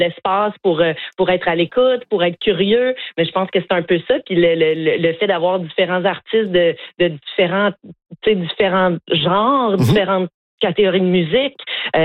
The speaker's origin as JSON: {"language": "French", "region": "Quebec", "country": "Canada", "said": "Moi, je suis québécoise."}